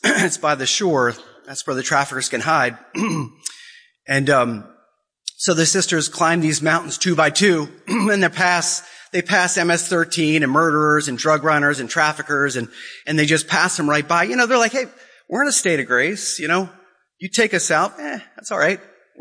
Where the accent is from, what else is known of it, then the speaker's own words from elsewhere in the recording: Ireland; So mention, I'm Irish, and I love what Father Flanagan did with the Boys Town.